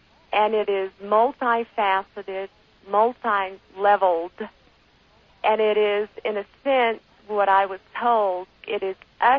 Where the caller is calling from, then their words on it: Santa Fe, New Mexico, United States; I'm calling from Santa Fe, New Mexico.